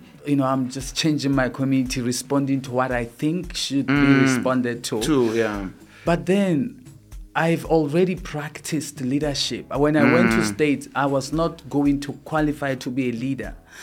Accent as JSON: {"language": "English", "town": "Mafeteng", "region": "Mafeteng District", "country": "Lesotho", "said": "I am from Mafeting"}